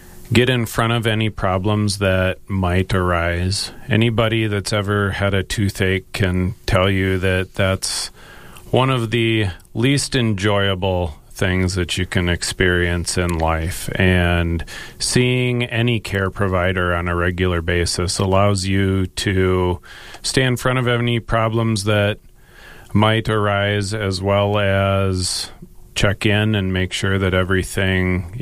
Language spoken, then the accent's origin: English; Minnesota, United States; also born or lived in Fairbanks, Alaska; now in Brookings, United States; wife and I moved to Brookings from Fairbanks, Alaska about 10 years ago. We're both originally from southwest Minneapolis suburbs and are raising four kids here.